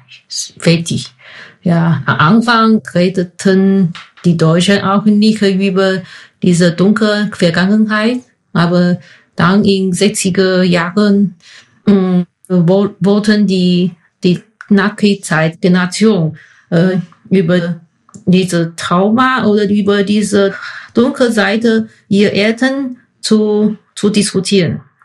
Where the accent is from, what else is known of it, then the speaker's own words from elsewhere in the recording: Taiwan; German is a second language; now in Buseck, Germany; Ich komme aus Taiwan und jetzt lebe ich mit meinem Mann Tianji in Busek, in der Nähe von Gießen.